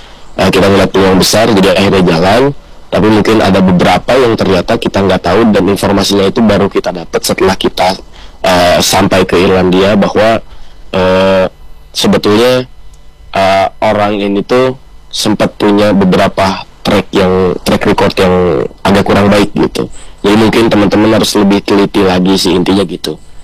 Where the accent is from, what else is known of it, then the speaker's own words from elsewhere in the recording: Indonesia; kita berasal dari Indonesia.